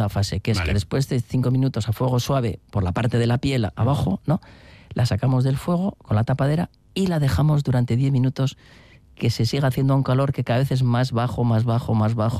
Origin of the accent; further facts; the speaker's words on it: Basque Country, Spain; Podría decir, no, es que como soy de Vizcaya, el vizcaíno, cualquier, o sea, adoro tanto al chacolí que todos son buenísimos.